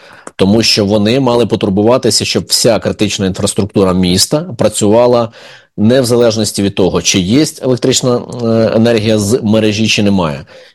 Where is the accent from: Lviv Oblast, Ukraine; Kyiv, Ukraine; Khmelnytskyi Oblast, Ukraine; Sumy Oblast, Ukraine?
Kyiv, Ukraine